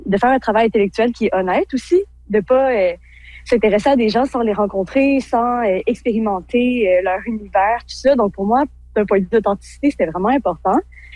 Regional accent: Val-d'Or, Quebec, Canada; J'ai grandi à Val-d'Or

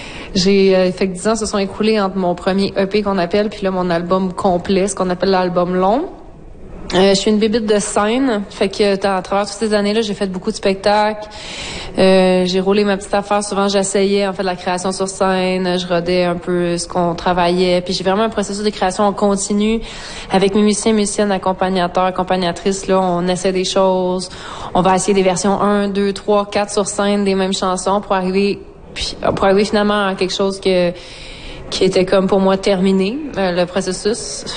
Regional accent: Rimouski, Quebec, Canada; C'est sûr que moi, j'ai grandi à Rimouski, j'étais partie longtemps, je suis revenue, ça fait comme 6-7 ans, fait que j'ai déjà un attachement immense envers l'Est, ce qu'on appelle l'Est du Québec, Bas-Saint-Laurent, Gaspésie, Côte-Nord.

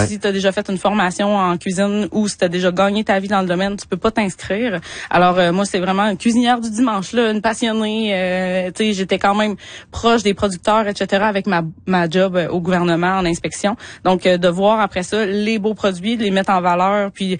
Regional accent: Quebec, Canada; j'ai cuisiné de la viande sauvage toute ma vie, depuis que, vu que je viens de l'Abitibi, en fait, là.

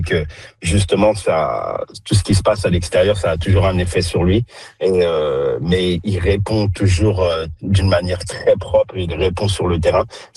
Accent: France; étant donné que je suis français, bien sûr, j'aimerais bien voir un France-Argentine ou un France-Angleterre.

